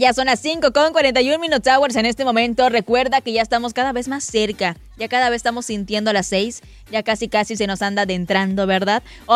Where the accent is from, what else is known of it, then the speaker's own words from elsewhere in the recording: Yucatán, Mexico; como buen yucateco mexicano